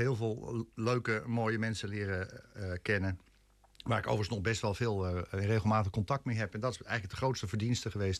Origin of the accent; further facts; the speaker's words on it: Bussum, North Holland, Netherlands; also born or lived in Baarn; In Baren geboren. En ik ben opgegroeid in Bussum.